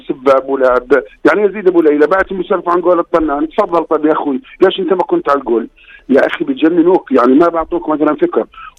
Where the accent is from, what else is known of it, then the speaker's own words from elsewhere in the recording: Jordan; موضوع الفيسبوك خاصة عندنا في الأردن أصبح مبالغ فيه جدا